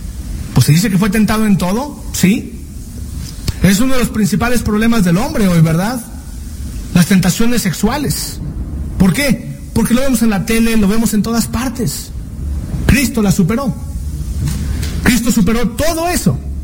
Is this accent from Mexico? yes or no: yes; Chihuahua, Mexico; born there; Yo nací en Chihuahua, a lo mejor no nací en Chihuahua, ¿verdad? Pero no sé si tengo el acento de Chihuahua.